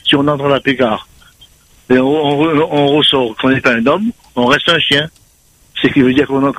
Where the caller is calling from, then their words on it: Sainte-Marie, Réunion; J'habite à Sainte-Marie.